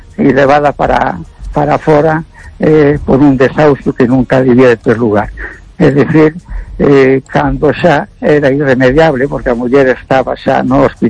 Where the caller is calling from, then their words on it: A Coruña, Galicia, Spain; de Coruña.